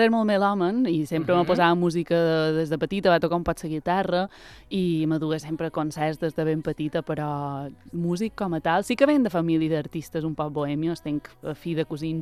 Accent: Petra, Balearic Islands, Spain; va ser una infància molt guapa, entre fora Vila i Petra.

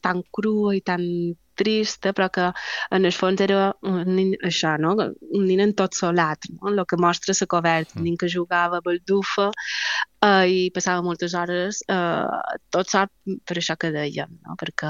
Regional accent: Mallorca, Balearic Islands, Spain; la nostra idiosincràsia com a societat mallorquina

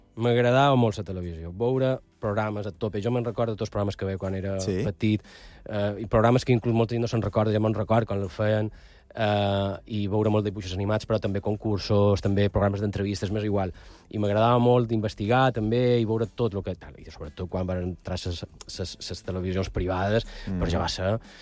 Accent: La Ràpita, Catalonia, Spain; i mon pare i mon mare se van conèixer allà. Ah, sí, és a Ràpita. Som molt de la Ràpita.

